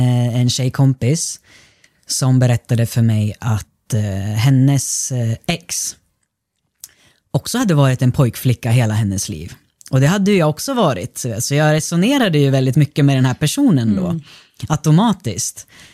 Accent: Russia; now in Sweden; Men jag följde med tillbaka till Ryssland då, som är där vi kommer ifrån.

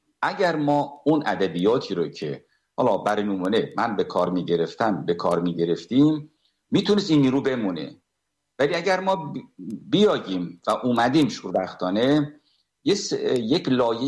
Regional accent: Iran; خب منم ایرانی هستم،

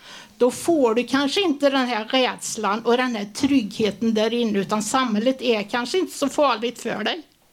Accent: Lidköping, Västra Götaland County, Sweden; born there; Jag är ju född i Lidköping

